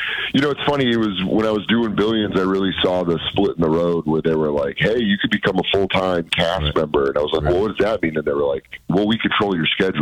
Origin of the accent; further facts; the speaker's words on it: Colorado, United States; It's like, I'm from Colorado, so I thought it was just for hiking and eating trail mix.